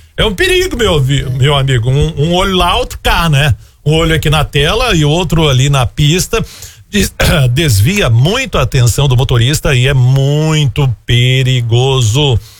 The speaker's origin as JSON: {"language": "Portuguese", "town": "Goiânia", "region": "Goiás", "country": "Brazil", "tie": "born or raised there", "also_born_or_lived": "Brasília", "said": "será que eu sou de Goiânia? E vivi a vida inteira aqui, exceto um ano e pouco que eu passei em Brasília."}